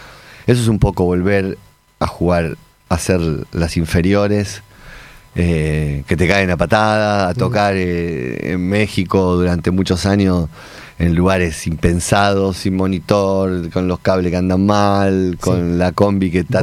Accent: Buenos Aires Province, Argentina; somos del conurbano, somos latinos

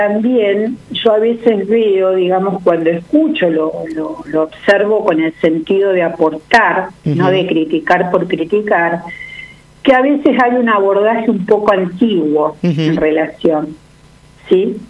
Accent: Santa Fe, Argentina; soy santafesina

